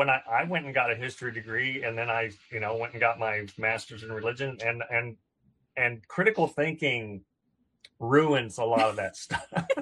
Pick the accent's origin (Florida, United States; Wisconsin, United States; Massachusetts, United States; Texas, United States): Texas, United States; Blue Ridge; I grew up in a town called Blue Ridge, Texas, you know, so there were more cows than people and lots of big hats and belt buckles and all that kind of stuff.